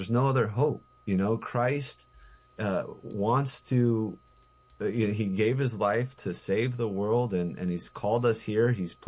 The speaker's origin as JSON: {"language": "English", "town": "Albuquerque", "region": "New Mexico", "country": "United States", "said": "I came from Albuquerque. We have family in, you know, Colorado, other places."}